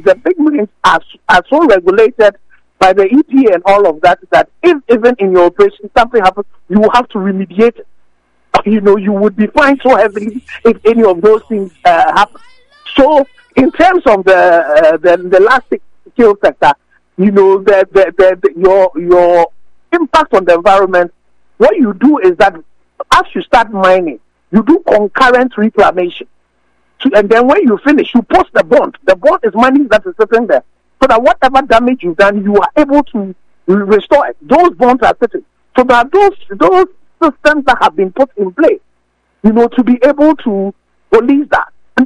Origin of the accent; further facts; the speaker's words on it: Ghana; it's about even us as a Ghanaian.